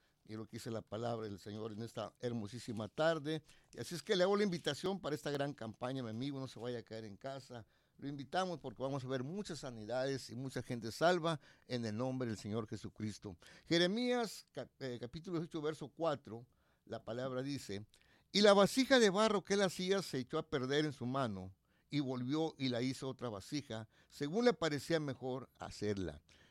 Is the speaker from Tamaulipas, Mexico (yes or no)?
yes; Xicoténcatl, Tamaulipas, Mexico; moved away; Cuando yo vivía allá en mi pueblo, allá en Jicotenca, el Tamaulipas